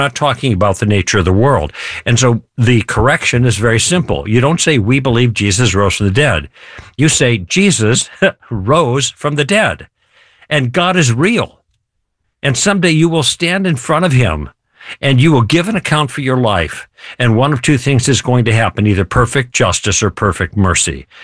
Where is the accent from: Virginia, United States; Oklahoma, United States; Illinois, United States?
Illinois, United States; Chicago; moved away as an adult; also born or lived in Michigan; now in California, United States; I grew up in Chicago, and then I was in the Army for a while.